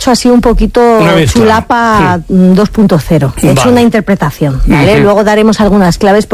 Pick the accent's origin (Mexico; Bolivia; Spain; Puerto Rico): Spain; Madrid, Community of Madrid; Efectivamente, mi pueblo es la Villa de Corte.